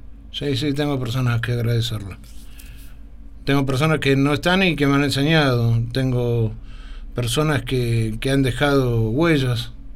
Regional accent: Mendoza, Argentina; moved away; desde mi pueblo, desde Bogo, en Mendoza.

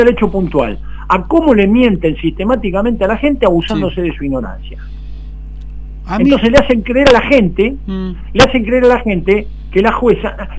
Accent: Argentina

